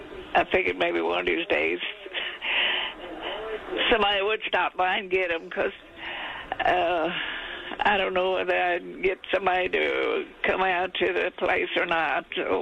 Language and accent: English; Frelsburg, Texas, United States; also born or lived in Schulenburg, Texas; From Schulenburg. I was born out in Freiburg, Texas. That's out in the country.